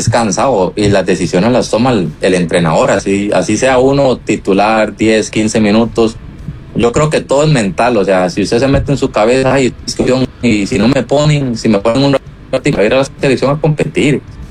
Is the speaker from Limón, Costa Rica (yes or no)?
yes; Siquirres, Limón, Costa Rica; now in San José, Costa Rica; yo vengo de Siquirres, o sea, vengo de un pueblo humilde, tranquilo.